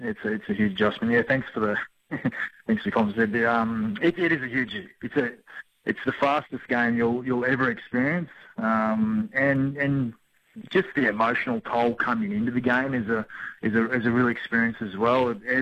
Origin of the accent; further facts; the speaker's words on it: Hervey Bay, Queensland, Australia; Like, I come from Hervey, and it's a small community, and we'd have 20 or 30 people at our place every year.